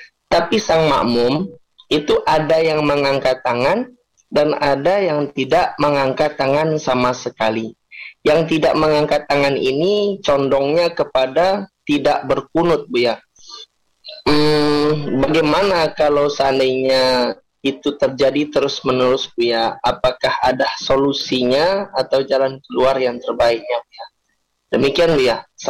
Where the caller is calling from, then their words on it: Lubuk Basung, West Sumatra, Indonesia; Saya dari Agam Lubuk Basung, Sumatera Barat.